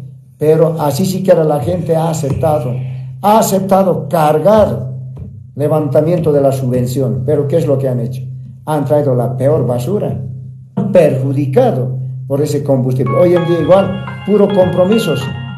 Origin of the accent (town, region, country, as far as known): Bolivia